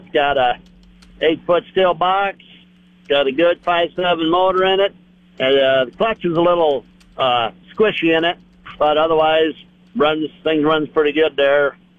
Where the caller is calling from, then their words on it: Hartington, Nebraska, United States; from Hardington.